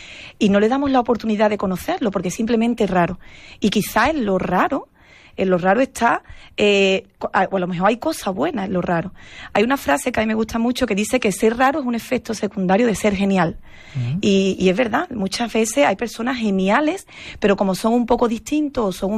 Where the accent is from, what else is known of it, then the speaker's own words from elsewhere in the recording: El Saucejo, Andalusia, Spain; De hecho, en el Saucejo, en mi pueblo, en la revista de la feria, que hace una revista